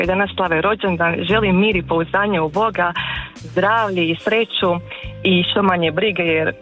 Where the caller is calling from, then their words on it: Požega, Požega-Slavonia County, Croatia